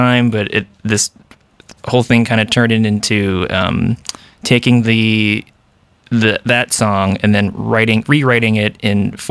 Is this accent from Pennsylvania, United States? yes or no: no; Fergus Falls, Minnesota, United States; moved away as an adult; also born or lived in Fargo-Moorhead; now in Twin Cities, United States; So I grew up in Fergus Falls, and then I attended MSU Moorhead, where I pursued jazz guitar, and then I lived in Fargo Moorhead for about 10 years, and then I relocated to the Twin Cities in fall of 2021.